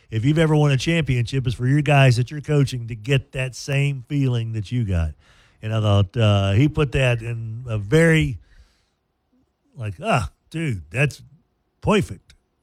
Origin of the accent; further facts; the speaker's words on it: Dumas, Texas, United States; born there; I was born in Dumas.